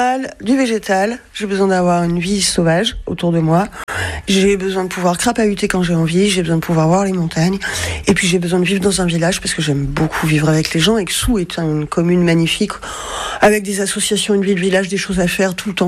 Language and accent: French; Lyon, Auvergne-Rhône-Alpes, France; J'ai grandi à Lyon, mais j'ai passé beaucoup de temps en Normandie, beaucoup de temps à Lille et beaucoup de temps à Belle-Île, en mer.